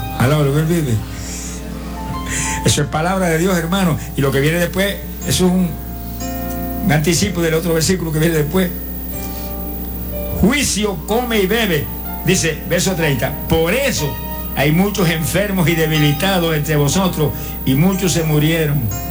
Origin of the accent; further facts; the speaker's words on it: Puerto Rico; en mi pueblo, allá en Camuel